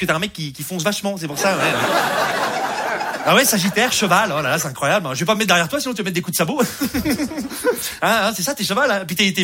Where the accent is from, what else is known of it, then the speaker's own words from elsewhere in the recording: Rouen, Normandy, France; je viens de Rouen, voilà, je vous le dis, hein. Je sais pas si vous connaissez un peu Rouen, c'est la Normandie, voilà.